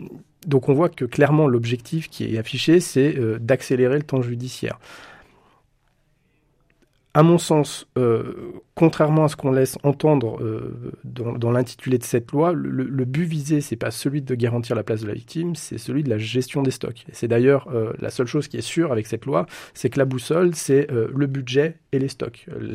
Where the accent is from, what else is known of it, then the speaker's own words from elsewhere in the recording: Saint-Étienne, Auvergne-Rhône-Alpes, France; Alors moi je suis un pur produit stéphanois, je suis né à Saint-Étienne, j'ai fait mes études à Saint-Étienne et j'exerce en tant qu'avocat pénaliste à Saint-Étienne.